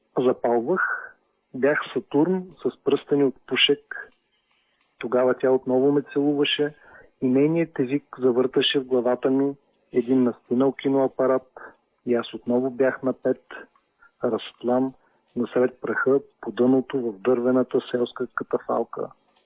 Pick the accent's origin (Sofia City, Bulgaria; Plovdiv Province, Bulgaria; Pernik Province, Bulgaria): Plovdiv Province, Bulgaria; Plovdiv; Понеже съм от Пловдив